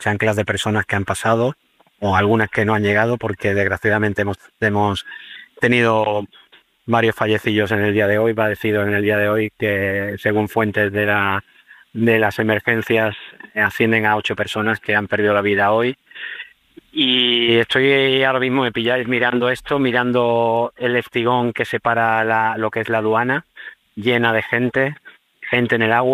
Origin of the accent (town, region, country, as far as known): Ceuta, Spain; born or raised there